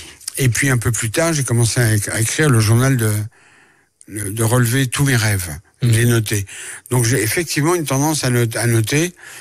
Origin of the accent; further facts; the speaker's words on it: France; born there; ma mère, on lui a pris un billet de bateau et elle a traversé l'Atlantique et je suis né en France avec elle.